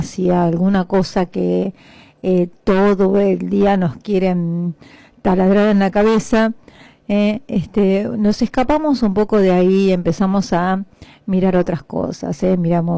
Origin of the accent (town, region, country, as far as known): Argentina